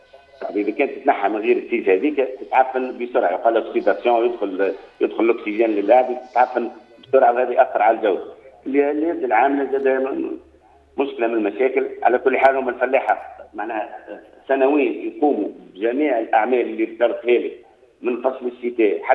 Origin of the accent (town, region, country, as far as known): Siliana, Tunisia